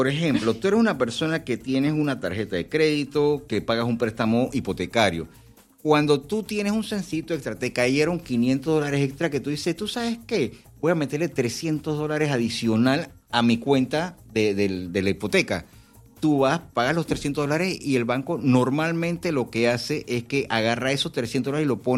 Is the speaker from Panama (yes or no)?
yes; Panama; Sí, yo soy típico. Yo soy típico panameño.